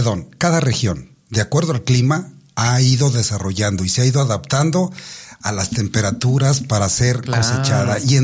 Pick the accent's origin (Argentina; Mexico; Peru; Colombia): Mexico